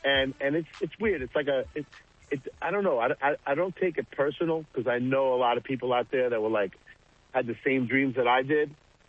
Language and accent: English; New York, United States; moved away as an adult; now in Florida, United States; I'm a New Yorker, you know, through and through.